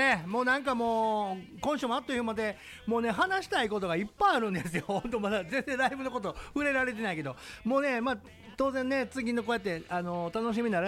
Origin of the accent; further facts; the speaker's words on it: Kyoto, Japan; 地元京都